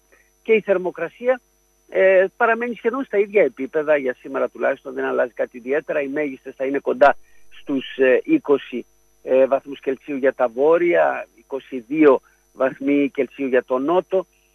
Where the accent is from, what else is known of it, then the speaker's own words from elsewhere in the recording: Fourfouras, Crete, Greece; είναι από εκεί από τα μέρη μου στο Φουρφουράο